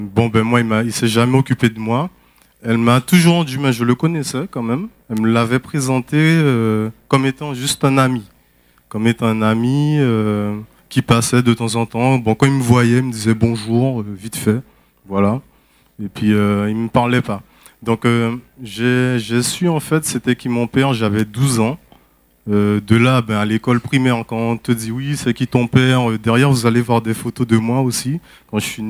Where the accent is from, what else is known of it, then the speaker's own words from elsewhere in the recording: French Guiana, France; born there; Je suis née en Guyane, d'une mère qui est martiniquaise.